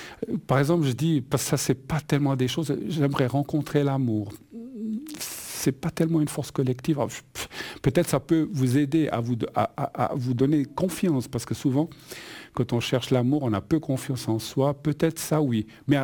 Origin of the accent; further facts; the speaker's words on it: Spain; je suis espagnol, donc vous devez imaginer, catholique